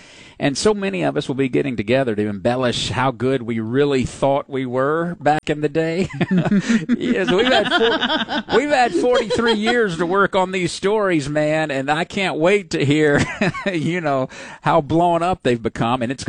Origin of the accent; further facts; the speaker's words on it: Louisville, Mississippi, United States; moved away; my hometown of Louisville, Mississippi.